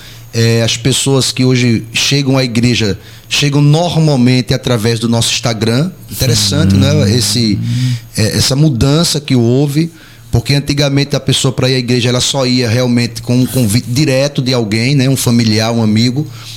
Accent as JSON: {"language": "Portuguese", "town": "Maceió", "region": "Alagoas", "country": "Brazil", "tie": "born or raised there", "moved": "as an adult", "lives_now": "Penedo, Brazil", "said": "sou natural de Maceió, mas me sinto mais penedense do que maceioense."}